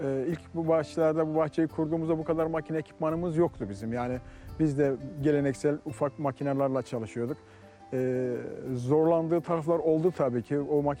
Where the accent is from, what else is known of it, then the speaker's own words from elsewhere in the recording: Artvin, Turkey; born there; 62 yaşındayım. Artvin doğumluyuz.